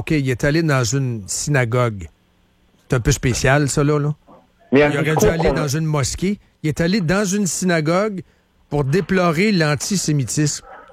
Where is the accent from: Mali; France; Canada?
Canada; je suis canadien